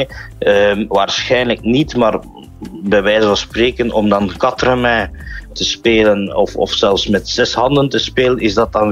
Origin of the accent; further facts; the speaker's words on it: Flanders, Belgium; En dat is niet in elke toren in bij ons in Vlaanderen zo.